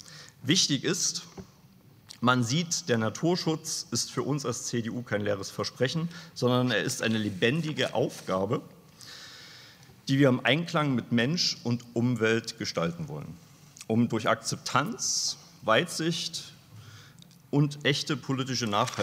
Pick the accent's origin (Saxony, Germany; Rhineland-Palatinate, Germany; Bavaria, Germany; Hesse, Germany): Saxony, Germany; Leipzig; als Leipziger